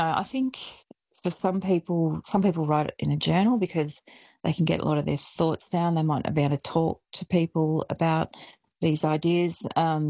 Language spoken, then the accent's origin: English; Shepparton, Victoria, Australia; I had a writing workshop up at my hometown of Shepparton only a few weeks ago